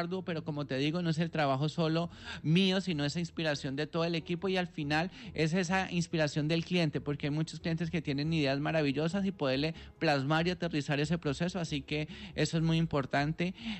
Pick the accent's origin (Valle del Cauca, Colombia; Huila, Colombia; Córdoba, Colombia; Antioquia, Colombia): Huila, Colombia; para que nos sintamos orgullosos de ser colombianos, pero especialmente de ser opitas y ser huilenses.